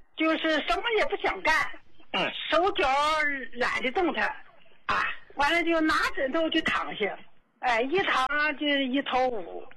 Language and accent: Chinese; Dalian, Liaoning, China; 我是大连的。我今年70岁。